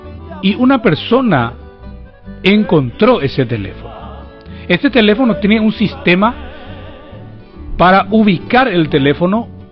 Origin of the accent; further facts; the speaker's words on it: Paraguay; nosotros como paraguayos